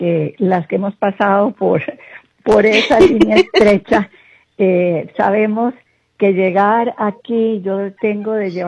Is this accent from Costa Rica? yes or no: yes; Costa Rica; Tenemos que seguir siendo como Costa Rica un punto clave para el mundo. Somos el centro de las Américas